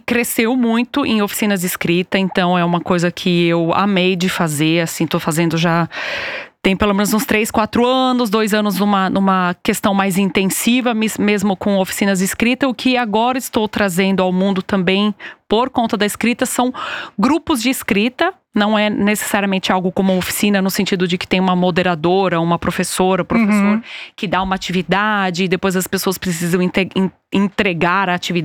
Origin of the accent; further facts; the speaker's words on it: São Paulo, Brazil; moved away as an adult; now in Switzerland; eu venho de São Paulo, como já foi dito, talvez dê para perceber pelo sotaque.